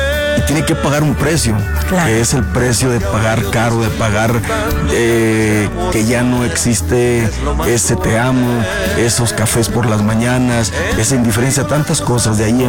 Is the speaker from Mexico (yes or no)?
yes; Nayarit, Mexico; Fíjate que este video se grabó allá en mi estado, Nayarit, justamente a las orillas, a las afueras de la ciudad de Tepic.